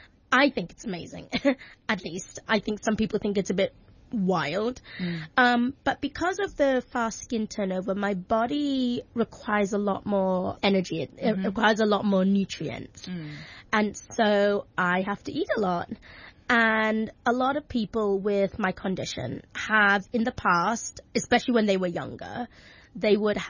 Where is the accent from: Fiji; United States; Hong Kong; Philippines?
Hong Kong; I think growing up in Hong Kong is also actually really lovely, because it's such a melting pot of cultures